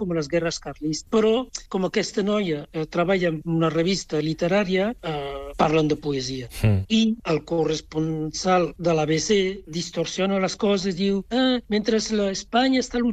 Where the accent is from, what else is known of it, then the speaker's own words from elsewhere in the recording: Cerbère, Occitania, France; moved away as an adult; also born or lived in Perpignan / Portbou; El meu país, doncs, és l'Alt Empordà i el Rosselló, perquè, mm-hmm, diguéssim, d'alguna manera, jo vaig passar tota la meva infància a Cervera de la Marenda, mm-hmm, el primer poble francès, no?